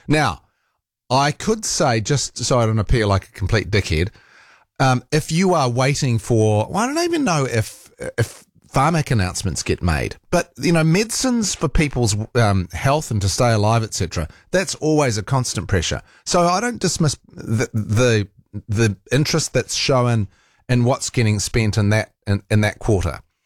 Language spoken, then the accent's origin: English; New Zealand; as a New Zealander